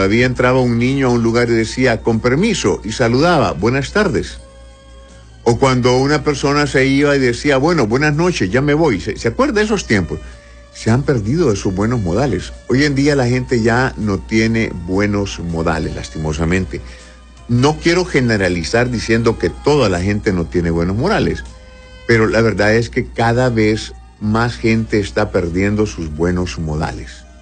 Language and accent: Spanish; Honduras; Nosotros los hondureños tenemos algunos modismos del lenguaje.